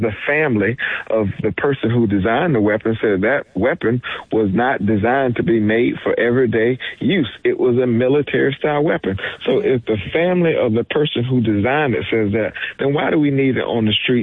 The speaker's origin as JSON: {"language": "English", "region": "South Carolina", "country": "United States", "said": "In many states, like my home state of South Carolina and across the country"}